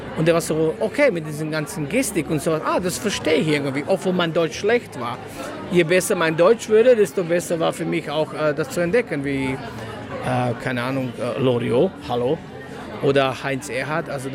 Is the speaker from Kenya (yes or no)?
no; Croatia; German is a second language; now in Germany; Ribica heißt es in Kroatien.